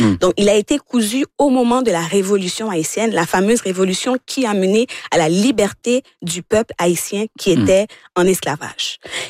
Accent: Longueuil, Quebec, Canada; also born or lived in Montreal; Je pense que ça se voit, d'accord avec ma couleur de peau et mon accent. Un petit peu, des fois, ceux qui sont à la radio, que je suis pas d'ici. Mm. Je suis de Longueuil.

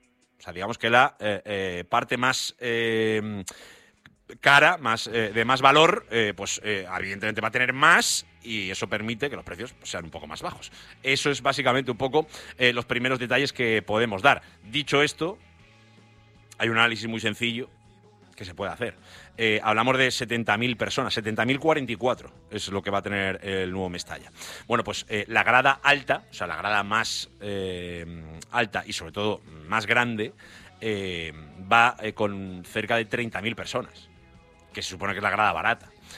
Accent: Valencia, Valencian Community, Spain

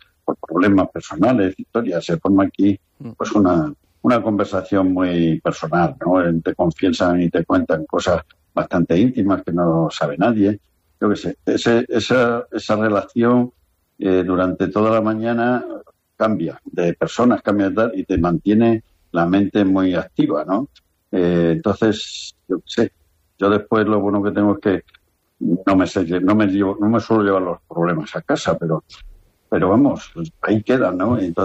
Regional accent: Extremadura, Spain

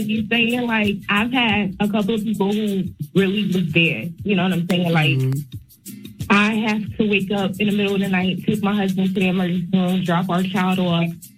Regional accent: Connecticut, United States; now in North Carolina, United States; First off, I'm from Connecticut, but I reside now in North Carolina.

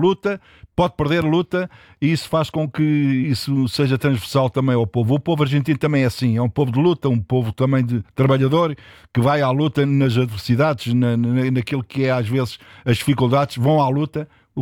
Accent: Lisbon, Portugal; eu sou do Alto Pina

